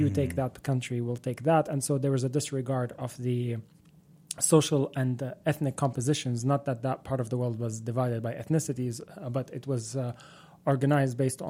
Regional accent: Libya; I'm from Libya

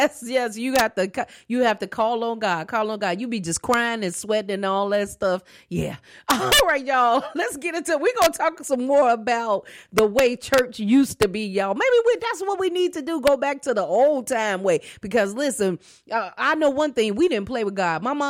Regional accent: Chicago, Illinois, United States; and then our church that I grew up in Chicago, we had an afternoon broadcast

